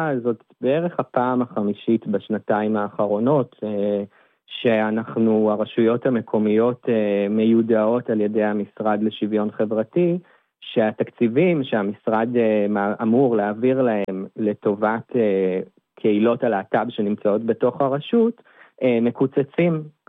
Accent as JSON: {"language": "Hebrew", "town": "Kiryat Ata", "region": "Haifa District", "country": "Israel", "tie": "born or raised there", "also_born_or_lived": "Tel Aviv", "said": "בני נוער, צעירים, שגדלים במקומות שבהם אני גדלתי בקריית אתא, יצאתי מהארון בגיל 15, לא הכרתי עוד להט\"בים מסביבי, ברחתי לתל אביב."}